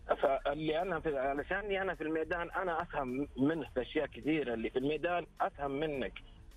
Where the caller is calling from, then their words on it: Riyadh, Riyadh Province, Saudi Arabia; من الرياض.